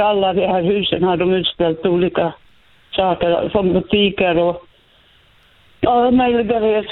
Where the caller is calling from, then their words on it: Pedersöre, Ostrobothnia, Finland; Jag är från Österbotten, från Pedersör.